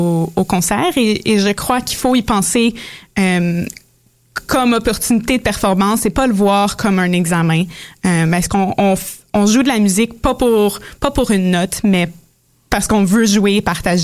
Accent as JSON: {"language": "French", "town": "Montreal", "region": "Quebec", "country": "Canada", "said": "comme je viens de Montréal"}